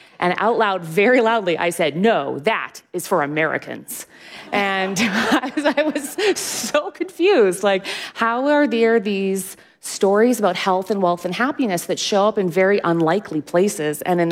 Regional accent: Canada; outside of my hometown in Canada

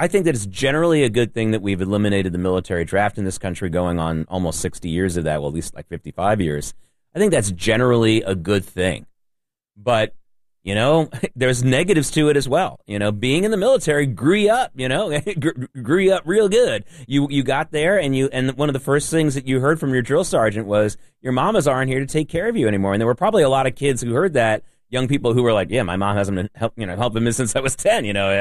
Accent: Norfolk, Virginia, United States; now in New York, United States; Before I came to New York, I was growing up in Norfolk, Virginia.

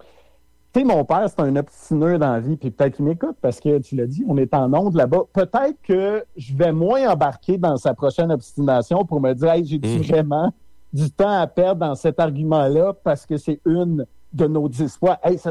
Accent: Quebec, Canada; now in South Shore of Montreal, Canada; C'est ma région natale, là.

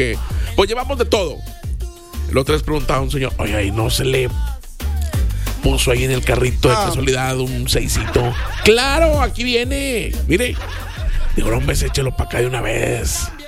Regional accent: Mexico

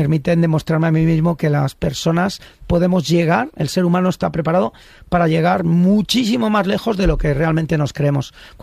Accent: Íscar, Castile and León, Spain; Soy castellano y ahí nos hacemos duros.

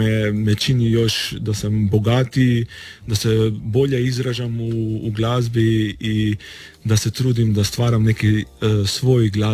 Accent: North Macedonia; moved away; ja inače dolazim iz Makedonije

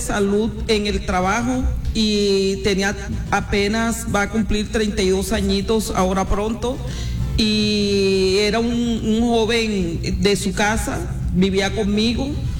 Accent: Cartagena, Bolívar, Colombia; yo soy cartagenera.

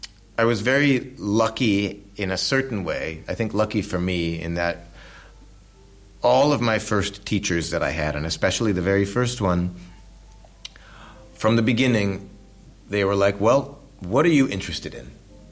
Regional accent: Whidbey Island, Washington, United States; also born or lived in Santa Monica, California; I grew up a little bit north of Seattle on an island called Whidbey Island. I was born in Santa Monica, California, though.

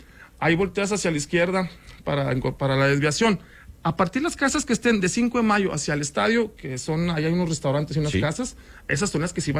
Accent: Monterrey, Nuevo León, Mexico; ya sabes cómo somos aquí los regios

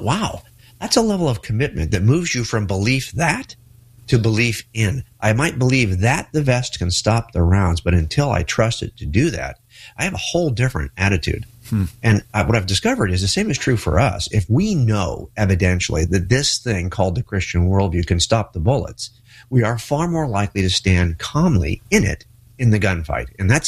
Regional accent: California, United States; Yeah, I'm a Californian, but you know, to be honest, I could move to Arizona.

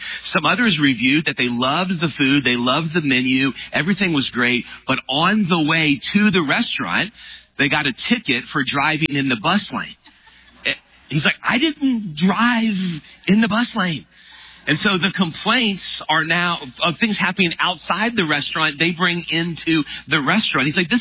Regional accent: the South, United States; moved away; Where I grew up in the South

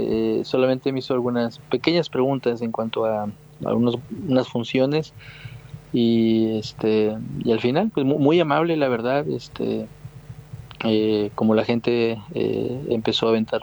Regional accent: Mexico; Obviamente, pues como mexicano quiero que siempre le vaya bien a México, ¿verdad?

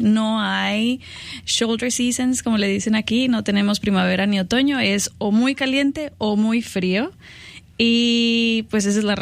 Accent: Ciudad Juárez, Chihuahua, Mexico; now in Madison, United States; Yo soy originaria de Ciudad Juárez, Chihuahua, México, y me mudé a Madison hace aproximadamente como unos 6 años.

